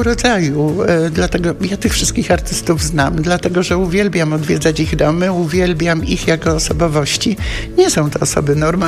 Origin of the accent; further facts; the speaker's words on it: Jelenia Góra, Lower Silesian Voivodeship, Poland; u nas w Jeleniej Górze, mimo że tu artystów dookoła jest bardzo wielu